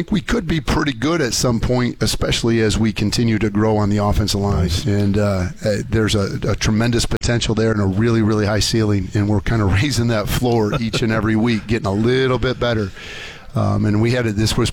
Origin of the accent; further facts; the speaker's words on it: Michigan, United States; I'm from Genesee County. He's from Genesee County. He went to Montrose High School. I went to Burton Atherton High School